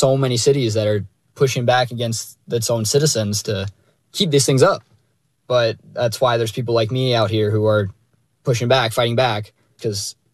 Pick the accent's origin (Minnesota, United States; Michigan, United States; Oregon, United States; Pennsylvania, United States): Minnesota, United States; Minneapolis; I'm from Minneapolis, and I've been fighting against Flock cameras for about 3 months now.